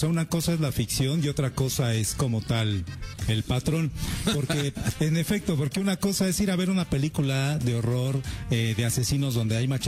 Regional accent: Ecatepec, State of Mexico, Mexico; Somos de Catepec.

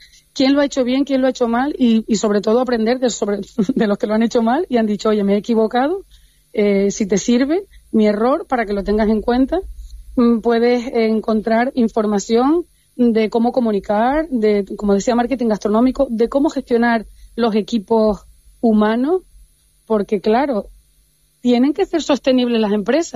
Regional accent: Canary Islands, Spain; es que somos de Canarias, como si fuéramos poca cosa

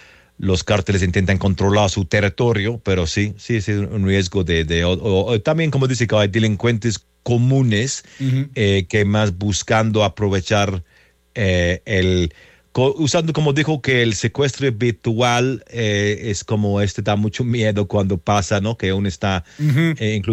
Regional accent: England, United Kingdom; now in Mexico; Yo, como soy de Inglaterra

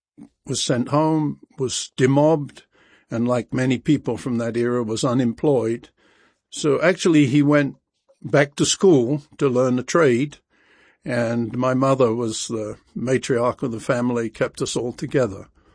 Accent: London, United Kingdom; So I was born in London, England, at the beginning of the Second World War. Grew up in London. Most of the war spent in London.

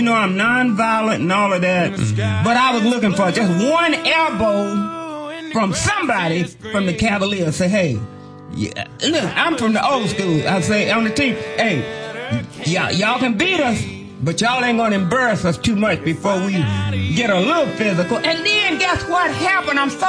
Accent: Cleveland, Ohio, United States; what I will not accept is the way you Clevelanders let New York fans come in and disrespect us downtown.

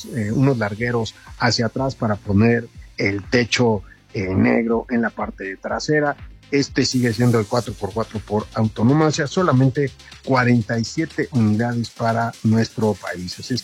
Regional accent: Mexico; nosotros como mexicanos

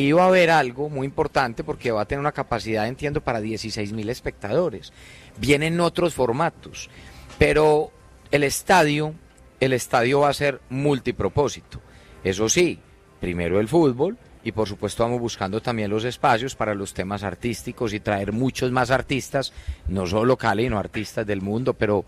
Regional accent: Medellín, Antioquia, Colombia

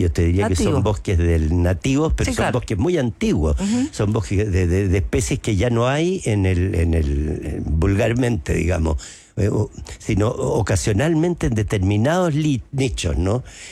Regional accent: Chile; Todos somos indígenas los chilenos, somos todos, tenemos sangre indígena.

